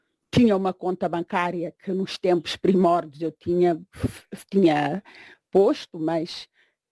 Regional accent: Cape Verde; eu, onde vou, digo que eu sou cabo-verdiana com muito, muito, muito orgulho.

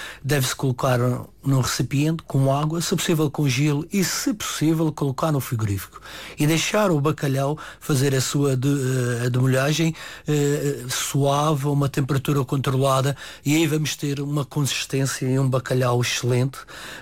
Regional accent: Madeira, Portugal; como eu sou madeirense e gosto muito da segurelha

